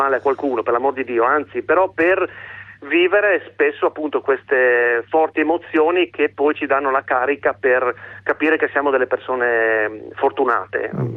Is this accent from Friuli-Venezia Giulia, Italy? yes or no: yes; Udine, Friuli-Venezia Giulia, Italy; Ma io sono di Udine Nord. Quindi qualcosina è arrivato anche da noi